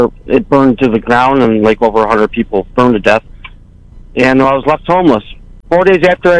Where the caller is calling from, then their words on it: Maui, Hawaii, United States; Yeah, I'm calling from Maui, Hawaii.